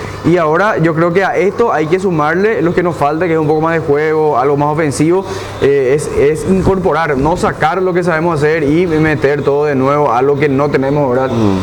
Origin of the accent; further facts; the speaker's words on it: Paraguay; de cómo somos como paraguayos